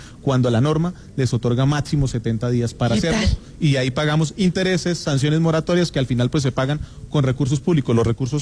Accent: Vélez, Santander, Colombia; Me sé coplas porque yo soy de Vélez Santander, de la provincia de Vélez.

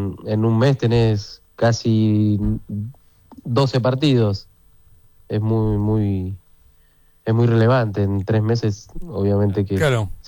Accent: Argentina

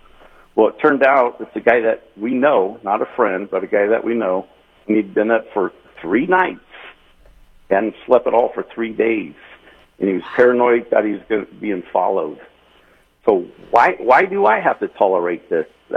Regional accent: Salinas, California, United States; I'm 66 years old. I'm born and raised in Salinas

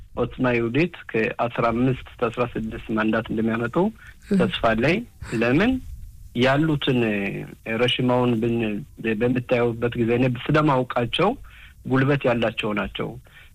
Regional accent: Gush Katif, Gaza Strip, Palestine; እኔ ያደግኩት ከጉሽ ካቲፍ

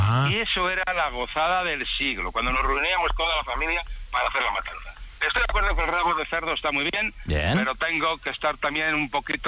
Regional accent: Valladolid, Castile and León, Spain; Yo soy de Valladolid, Valladolid de capital, ¿vale? De generaciones.

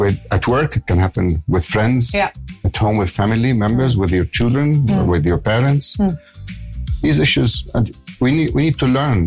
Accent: Lebanon; moved away; Now, I come from Lebanon.

